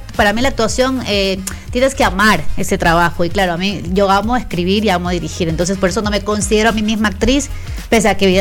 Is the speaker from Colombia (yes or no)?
no; Huaquillas, El Oro, Ecuador; moved away as an adult; now in Spain; vengo de Huaquillas, crecí en Huaquillas, que es un pueblo pequeñito y lindo y también duro a la vez